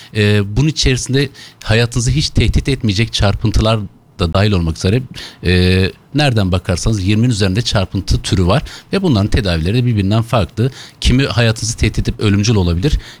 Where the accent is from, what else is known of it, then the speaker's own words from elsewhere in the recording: Diyarbakır, Diyarbakır Province, Turkey; born there; also born or lived in Ankara; 1979 Diyarbakır doğumluyum.